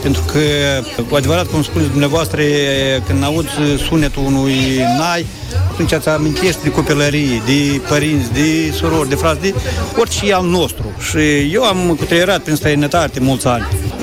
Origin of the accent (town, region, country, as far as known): Moldova